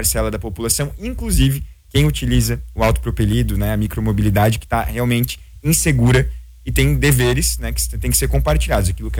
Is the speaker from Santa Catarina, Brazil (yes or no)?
yes; Balneário Camboriú, Santa Catarina, Brazil; todos nós que somos de Balneário